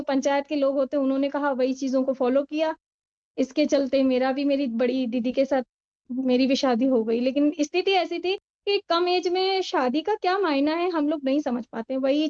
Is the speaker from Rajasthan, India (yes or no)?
yes; Rajasthan, India; राजस्थान से हूँ और मैं जिस समाज की महिला हूँ, पहले तो मैं अपने बारे में बताऊँगी कि जिस समाज से आती हूँ, मैं मुस्लिम तबके से आती हूँ